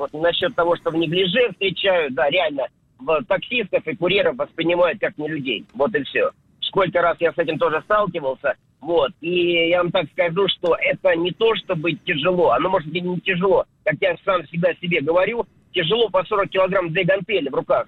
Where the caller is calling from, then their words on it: Stavropol, Stavropol Krai, Russia; я из Ставрополя вам звоню, сам подрабатываю курьером.